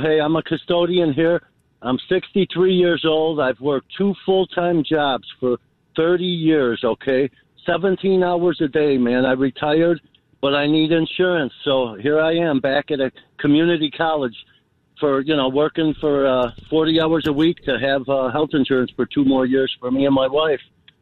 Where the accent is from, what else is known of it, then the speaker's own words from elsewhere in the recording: Chicago, Illinois, United States; We have a work ethic here growing up in Chicago. I lived on the northwest side in Portage Park.